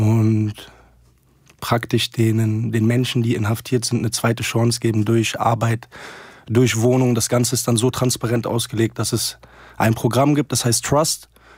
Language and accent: German; Settat, Casablanca-Settat, Morocco; now in Germany; ich bin Marokkaner, und also Deutsch-Marokkaner. Ich fühle mich mit beiden Ländern sehr, sehr verbunden und bin in Marokko geboren, in Settat.